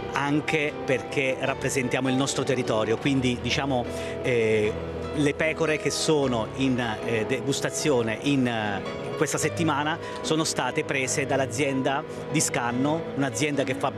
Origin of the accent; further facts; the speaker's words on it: Abruzzo, Italy; veniamo veramente dall'Abruzzo, quindi è fondamentale.